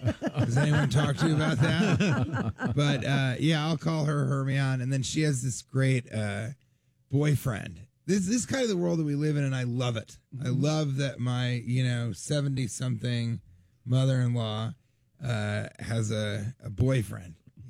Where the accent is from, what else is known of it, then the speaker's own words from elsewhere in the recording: Denver, Colorado, United States; now in New York City, United States; Yeah, I am from Denver.